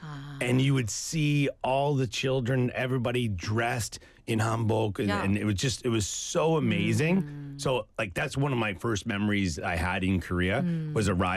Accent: Canada; moved away; where I'm from Canada anyway

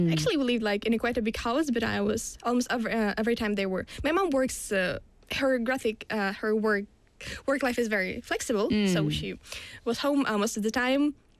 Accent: Russia; English is a second language; now in South Korea; And actually, in my hometown, Russia is really spacious because there's a lot of space, and a very little amount of people.

